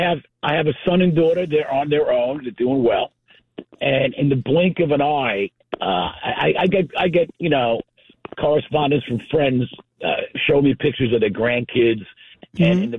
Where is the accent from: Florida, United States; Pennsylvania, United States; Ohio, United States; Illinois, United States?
Florida, United States; Tampa; I'm from Florida.